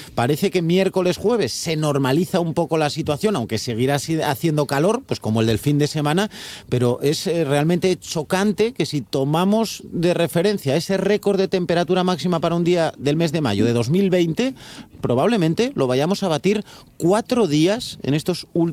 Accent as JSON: {"language": "Spanish", "region": "Asturias", "country": "Spain", "said": "Claro, somos protestones, los asturianos somos repunantucos, entonces protestamos siempre por todo"}